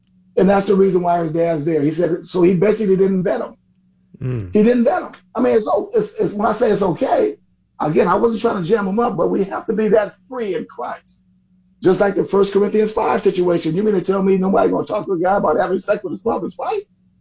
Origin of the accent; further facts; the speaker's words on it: New Orleans, Louisiana, United States; Paul Morton, a very famous preacher out there in New Orleans, from my hometown